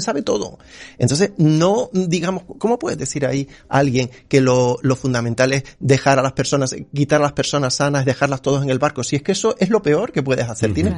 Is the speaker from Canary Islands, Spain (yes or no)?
yes; Canary Islands, Spain; Yo soy canario, además, yo soy de Tenerife.